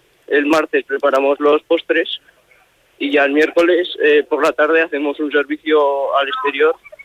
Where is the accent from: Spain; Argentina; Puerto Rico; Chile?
Spain; Tarazona, Aragon; o abrir mi restaurante en Tarazona, que es de donde soy.